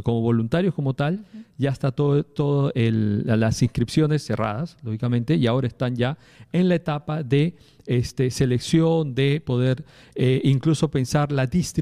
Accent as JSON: {"language": "Spanish", "country": "Peru"}